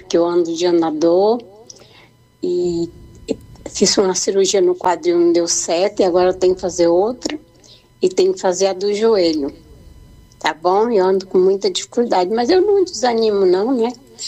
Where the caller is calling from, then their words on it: São Paulo, Brazil; do Parque Santa Maria Madalena.